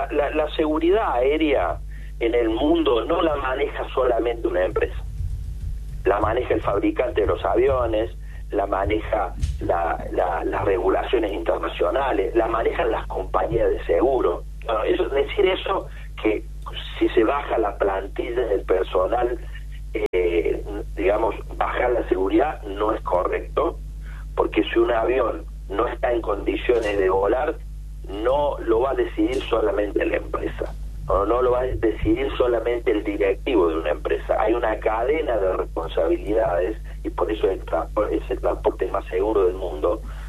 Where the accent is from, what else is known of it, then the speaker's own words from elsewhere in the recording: Villa del Totoral, Córdoba, Argentina; un gringo de Villa del Totoral, de donde soy yo